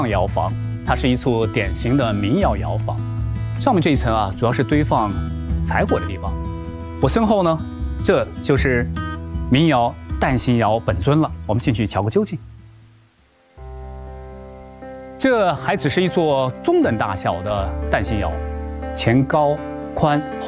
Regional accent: Jingdezhen, Jiangxi, China; 我小时候在住在我奶奶家龙船弄

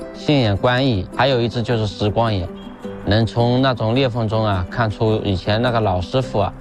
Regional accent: Suzhou, Jiangsu, China; 虽然我是土生土长的苏州人，但这一次第一次登塔

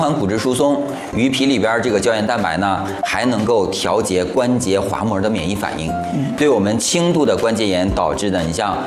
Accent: Northeast China, China; 因为我是东北人，我们小时候也吃

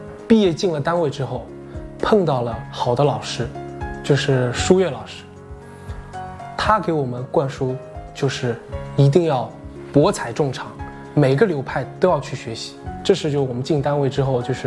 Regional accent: Anhui, China; 我是安徽人，我呢是小学的时候在兴趣班里有这个兴趣

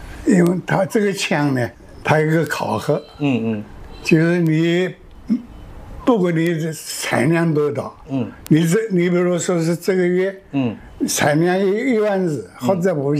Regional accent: Jiangsu, China; born there; moved away as an adult; also born or lived in Bei'an, Heilongjiang; now in Fujian, China; 我老家是江苏的，我是五七年

